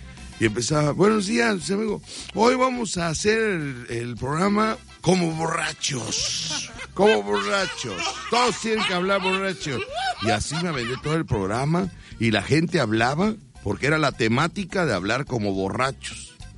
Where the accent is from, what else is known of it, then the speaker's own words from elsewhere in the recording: Mexico; la matraca, pero mañana sí vengo mexicano con mi bigote, con mi sombrero.